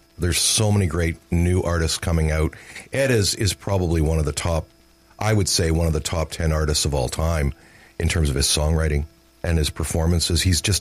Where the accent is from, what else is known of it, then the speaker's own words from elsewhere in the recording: Toronto, Ontario, Canada; I loved classic rock radio as a teenager growing up in Toronto. I listened to Chum FM and CFNY.